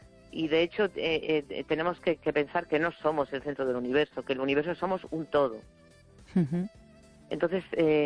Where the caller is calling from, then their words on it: A Coruña, Galicia, Spain; de La Coruña.